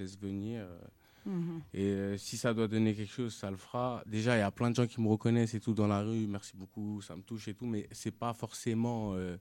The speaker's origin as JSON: {"language": "French", "country": "Algeria", "moved": "yes", "lives_now": "France", "said": "Je suis algérien."}